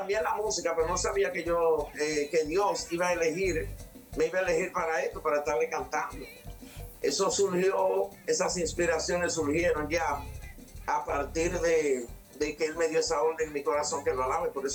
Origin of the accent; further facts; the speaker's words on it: Dominican Republic; muy contenta, muy alegre, muy colorida, muy pintoresco, somos los dominicanos.